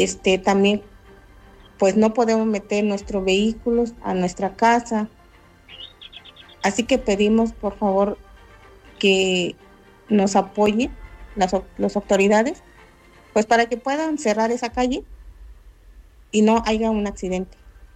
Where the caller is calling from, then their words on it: Tehuacán, Puebla, Mexico; soy vecina de San Lorenzo Teotipilco, específicamente de la calle Josefa Ortiz de Domínguez.